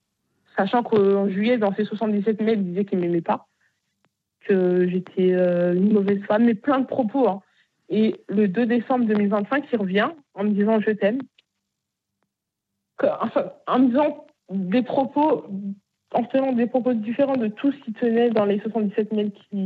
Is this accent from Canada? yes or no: no; Bagneux, Île-de-France, France; Parce que moi, je viens de Bagneux.